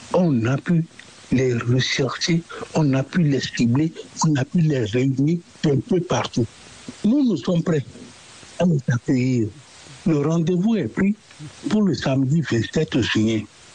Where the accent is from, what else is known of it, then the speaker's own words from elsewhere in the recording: Benin; Moi, je suis béninois. de la terre africaine du Bénin.